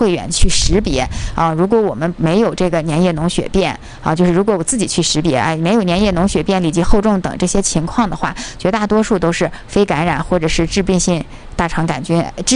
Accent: China; 我们中国人

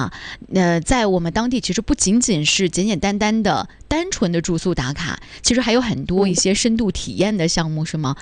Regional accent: Inner Mongolia, China; 因为土生土长的内蒙人嘛

